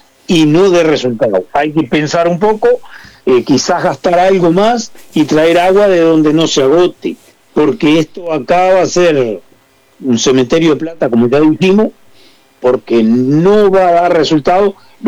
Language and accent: Spanish; Uruguay; Los dueños somos todos los uruguayos.